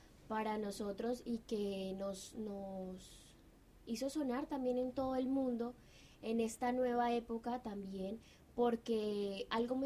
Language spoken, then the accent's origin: Spanish; Colombia; en nuestra historia como colombianos